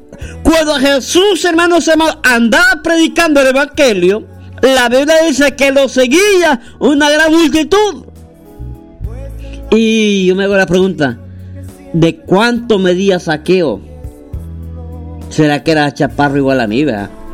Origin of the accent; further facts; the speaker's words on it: El Salvador; como los salvadoreños decimos